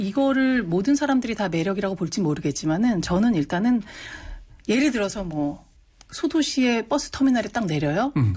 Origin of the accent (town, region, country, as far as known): South Korea